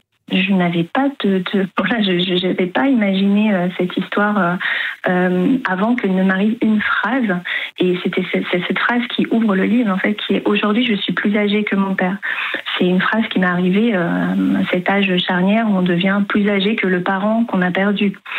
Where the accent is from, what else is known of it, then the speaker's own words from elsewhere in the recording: France; also born or lived in Sarajevo; Moi, j'ai grandi en France, j'ai fait mes études en France. Enfin, je me considère vraiment française parce que c'est mon parent adoptif, la France.